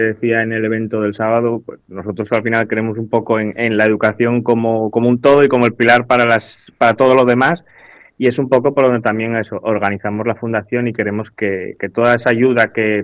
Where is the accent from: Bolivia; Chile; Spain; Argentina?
Spain; Llanes, Asturias; soy de Llanes y tuve que estudiar allí.